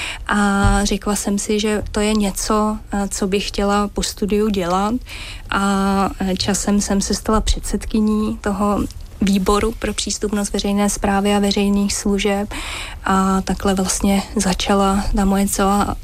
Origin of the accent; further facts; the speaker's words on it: Mělník, Central Bohemian Region, Czechia; já jsem z Mělníka